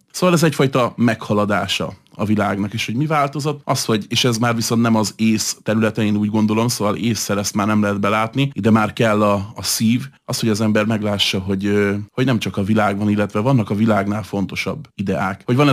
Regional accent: Hungary; főleg itt Európában magyarként

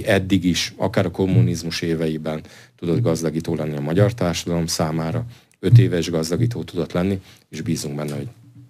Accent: Hungary; Hát ugye magyarként, katolikusként azt tudom mondani, hogy én ennek nagyon szurkolok.

